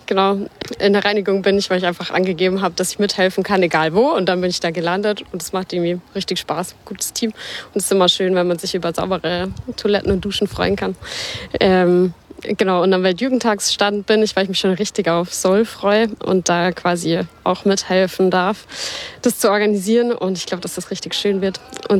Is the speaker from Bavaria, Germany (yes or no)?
yes; Munich, Bavaria, Germany; Ich komme aus München